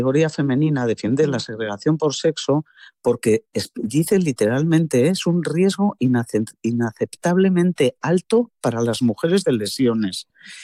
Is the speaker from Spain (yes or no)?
yes; Irun, Basque Country, Spain; está pasando, por ejemplo, en mi pueblo, en el polideportivo de Irún.